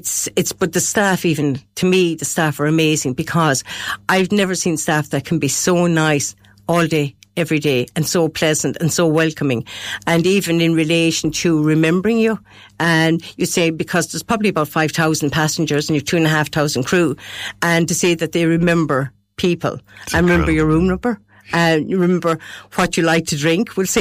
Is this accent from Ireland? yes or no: yes; Ireland; being an Irish person on a ship that's mainly Americans